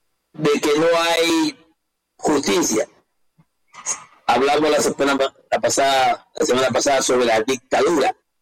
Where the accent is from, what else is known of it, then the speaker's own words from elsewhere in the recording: Ecuador; nosotros los ecuatorianos, partiendo de una óptica siempre oriental